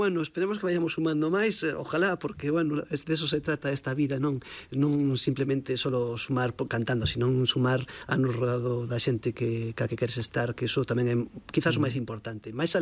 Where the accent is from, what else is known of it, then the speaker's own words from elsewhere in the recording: Galicia, Spain; é o que nos fai a como galegos enriquecernos tal cual somos, a nosa cultura, non?